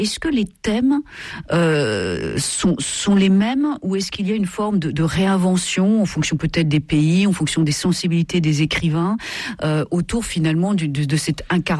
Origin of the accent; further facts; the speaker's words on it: Grand Est, France; Finalement, en France, je viens de Lorraine. On avait des contes que, à ma grande surprise, on n'a pas retrouvé en arrivant dans l'ouest de la France.